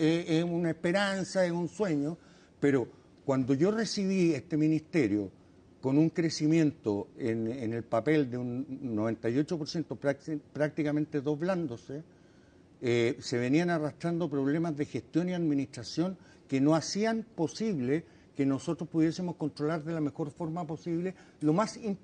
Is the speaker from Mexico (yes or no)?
no; Basque Country, Spain; Bueno, es que a mí yo soy vasco y los vascos somos buenos para discutir.